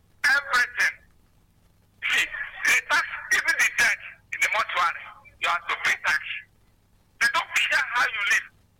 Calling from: Enugu, Enugu State, Nigeria; I'm calling from Enugu.

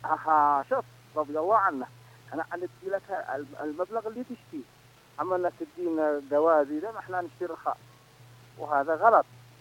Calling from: Tihama, Yemen; عندنا في تهامة

